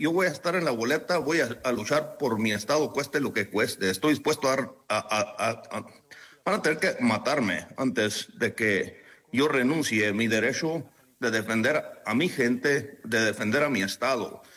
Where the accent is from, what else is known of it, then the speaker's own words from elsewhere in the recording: Chihuahua, Mexico; born there; yo nací en Chihuahua, mis padres nacieron en Chihuahua.